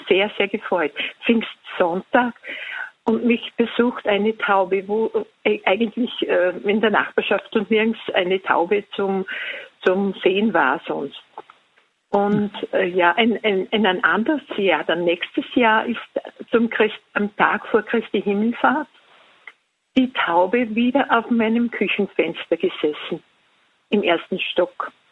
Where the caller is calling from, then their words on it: Upper Austria, Austria; aus Oberösterreich